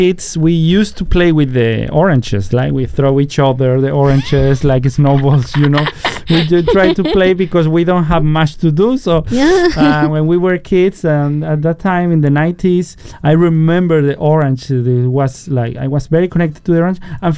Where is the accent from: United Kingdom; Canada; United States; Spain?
Spain; Seville, Andalusia; English is a second language; I come from South Spain.A city called Sevilla, Sevilla. Yeah, I recommend you everyone to visit Spain and my hometown because it's really special place, very historical place where I was growing up. So I was raised surrounded orange trees.